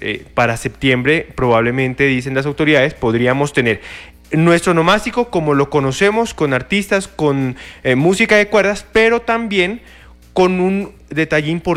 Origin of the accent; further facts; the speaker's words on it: Pasto, Nariño, Colombia; nuestro onomástico de San Juan de Pasto